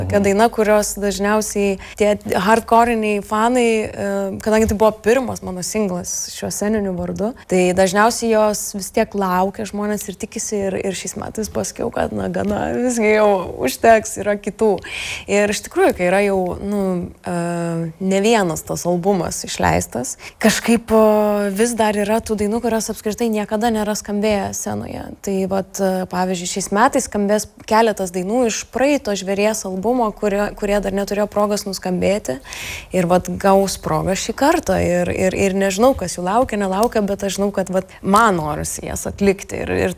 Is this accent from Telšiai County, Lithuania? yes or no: no; Birštonas, Kaunas County, Lithuania; moved away; norėčiau savo gimtajame mieste turėti vietą grįžti, kas nebūtų pas tėvus. Tai vat galvoju, kad gal tokia svajonė būtų kažkada turėti kažkokią vietą Birštone